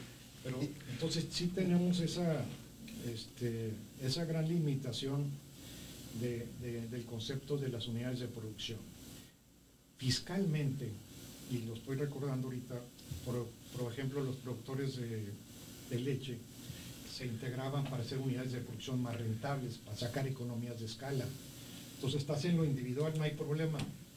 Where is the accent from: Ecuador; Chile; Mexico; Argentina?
Mexico; como mexicanos, como país, cada quien en su parcela, tenemos que actuar.